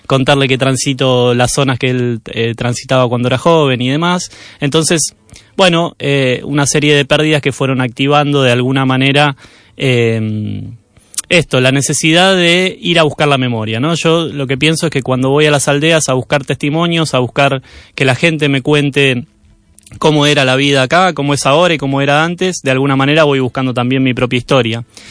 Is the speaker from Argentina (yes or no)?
yes; Argentina; moved away as an adult; now in Galicia, Spain; Yo trabajé en radio 20 años en Argentina. Bueno, se habrán dado cuenta que soy argentino.